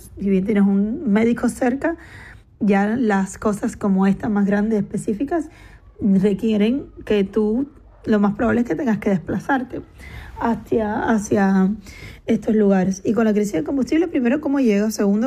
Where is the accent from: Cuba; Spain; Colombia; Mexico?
Cuba; soy una periodista cubana